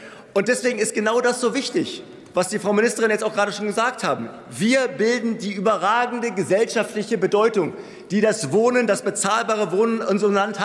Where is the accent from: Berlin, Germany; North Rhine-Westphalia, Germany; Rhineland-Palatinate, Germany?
Berlin, Germany; Manchmal, meine Heimatstadt in Berlin, gibt es Fälle, wo man bis zu 10 Jahre auf eine Baugenehmigung bzw. einen Bebauungsplan wartet.